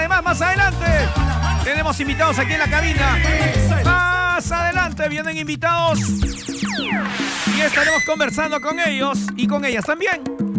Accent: Peru

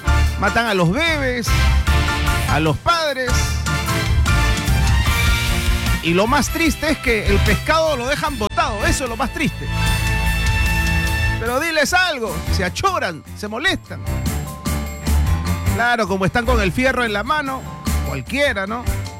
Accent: Lima, Peru; Por acá me dicen, ¿tú eres de Paramonga? No, soy de Lima.

